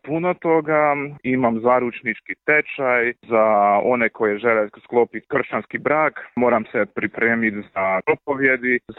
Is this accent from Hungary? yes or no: yes; Hungary